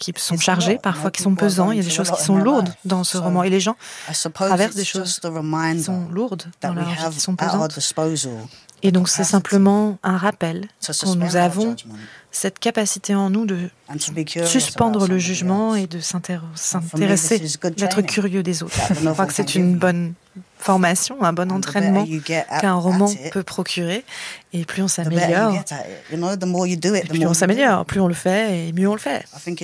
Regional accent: London, United Kingdom; Moi, je suis née, j'ai grandi à Londres

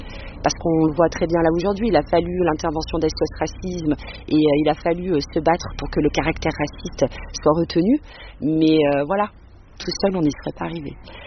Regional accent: Espaly-Saint-Marcel, Auvergne-Rhône-Alpes, France; now in Le Puy-en-Velay, France; J'ai grandi à Espalier-Saint-Marcel. J'habite maintenant le Puy.

